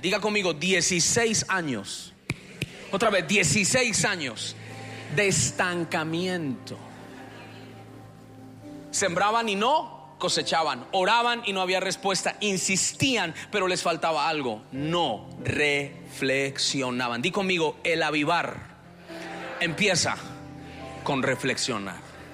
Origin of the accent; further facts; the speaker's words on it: Bogotá, Colombia; moved away as an adult; now in Houston, United States; Nosotros en Bogotá toda la gente feliz.